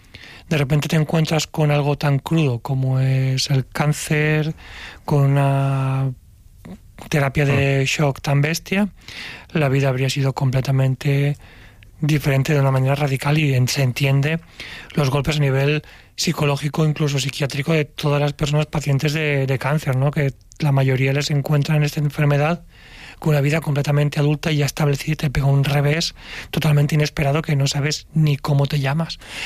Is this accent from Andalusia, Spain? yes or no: no; Valencia, Valencian Community, Spain; yo soy de Valencia, aquí en Valencia